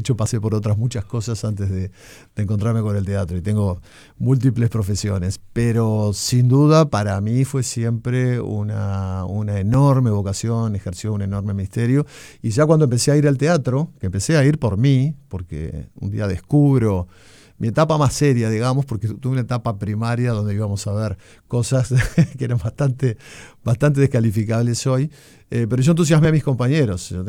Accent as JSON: {"language": "Spanish", "country": "Uruguay", "also_born_or_lived": "Montevideo", "lives_now": "interior of Uruguay", "said": "como tantos uruguayos, me fui al interior del país. Estoy viviendo no en Montevideo ya."}